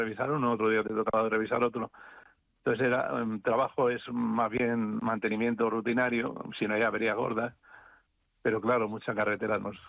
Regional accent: Madrid, Community of Madrid, Spain; moved away as an adult; yo soy de Vallecas

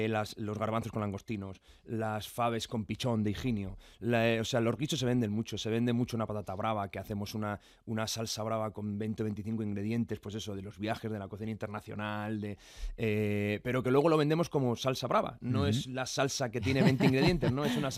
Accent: Salamanca, Castile and León, Spain; o en Salamanca, de donde yo soy

